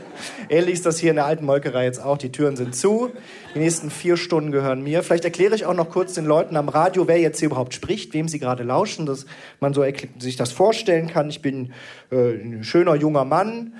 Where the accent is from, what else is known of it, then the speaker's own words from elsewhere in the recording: Krefeld, North Rhine-Westphalia, Germany; also born or lived in Willich; Denn ich bin aufgewachsen in der Nähe von Paris, in Krefeld.